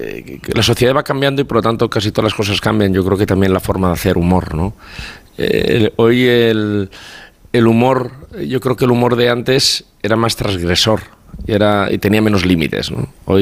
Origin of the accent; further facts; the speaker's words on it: Valencian Community, Spain; yo creo que sí que tenía algunos rasgos muy característicos Tip de lo que somos los valencianos, ¿no?